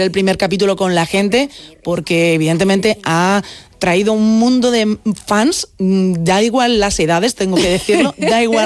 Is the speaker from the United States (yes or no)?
no; Vancouver, British Columbia, Canada; Efectivamente, yo soy muy de Vancouver